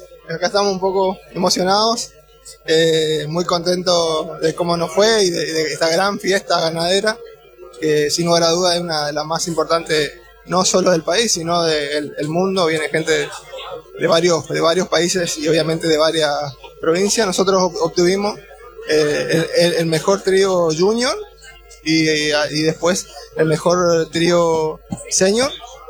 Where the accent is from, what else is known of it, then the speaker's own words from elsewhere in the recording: Villa Ángela, Chaco, Argentina; Así que somos de Villa Ángela Chaco.